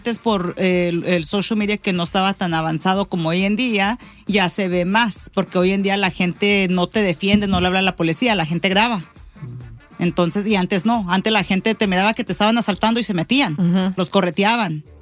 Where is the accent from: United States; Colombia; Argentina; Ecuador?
United States; Los Angeles, California; yo crecí en Sur Centro, donde no está tan bonito.